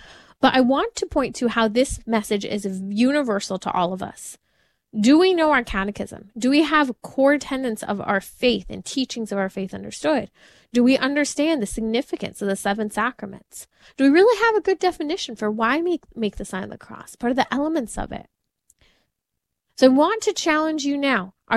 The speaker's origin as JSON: {"language": "English", "country": "United States", "said": "being an American"}